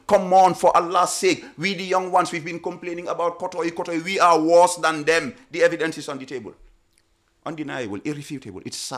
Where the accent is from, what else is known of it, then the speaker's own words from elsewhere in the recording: North Bank, Gambia; Peter, I am from Badibu. There is a whole area in Bundung called Bijanker. It's my people who are there.